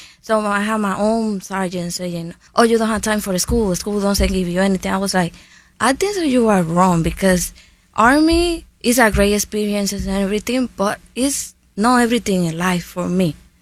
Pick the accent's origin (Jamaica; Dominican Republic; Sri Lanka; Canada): Dominican Republic; now in United States; Well, I come from Dominican Republic, so I'm the first one in my family to have 2 degrees.